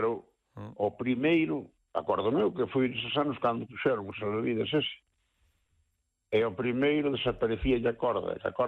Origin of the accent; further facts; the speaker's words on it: Galicia, Spain; born there; eu estaba nos cas vacas ali na costa donde eu nacín, e viño, eu nacín no Concello del Pique